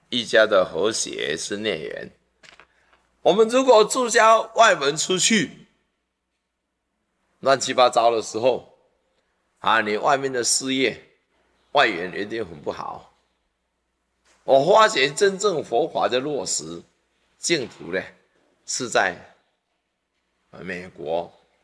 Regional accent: Taiwan; 站在我们台湾，我们中国人

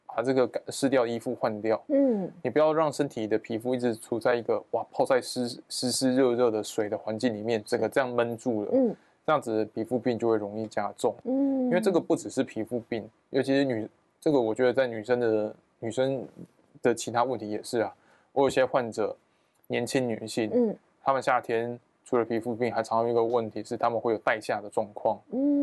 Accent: Taiwan; 我们台湾人又喜欢把水果当成饭后的甜点

